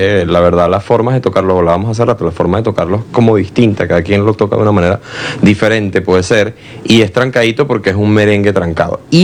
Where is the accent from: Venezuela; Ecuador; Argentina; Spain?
Venezuela; Falcón; now in Caracas, Venezuela; la familia es de allá. Y cuando mi hermano y yo estamos pequeños, pues ellos deciden mudarse para allá, una vida más tranquila. Y yo crezco allá y empiezo a estudiar allá, en una escuelita de música que ya se llama Escuela de Música Elías David Curiel